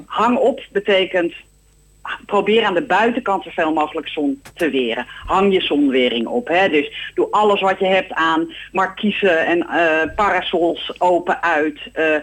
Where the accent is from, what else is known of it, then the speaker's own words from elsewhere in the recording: Netherlands; we zijn als Nederlanders gewend ons te wapenen tegen de kou in de winter.